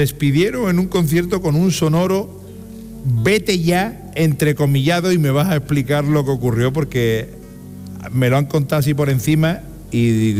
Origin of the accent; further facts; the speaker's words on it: Málaga, Andalusia, Spain; Con la malagueña, soy de Málaga.